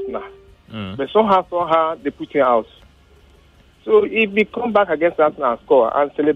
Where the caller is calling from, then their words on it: Lagos, Nigeria; I'm calling from Yaba.